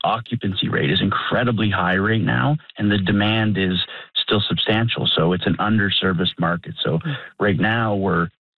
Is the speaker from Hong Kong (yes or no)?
no; New Brunswick, Canada; now in Ottawa, Canada; It's my home. I grew up here in New Brunswick. I live in Ottawa, I'll be fair and disclose that.